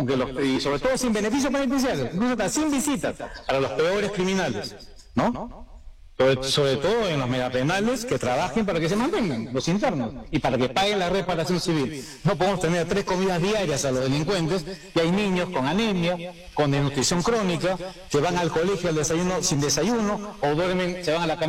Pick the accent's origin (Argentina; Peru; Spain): Peru; que todos los peruanos trabajemos unidos para salvar nuestro país